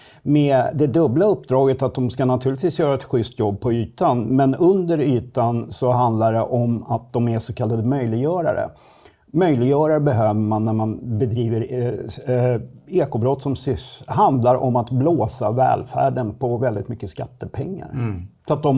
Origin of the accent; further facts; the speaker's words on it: Södertälje, Stockholm County, Sweden; Och jag bor själv, jag kommer från Södertälje och bor där återigen.